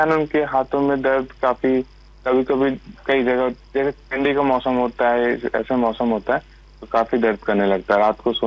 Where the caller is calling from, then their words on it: Chaibasa, Jharkhand, India; मैं चाईबासा से बोल रहा हूँ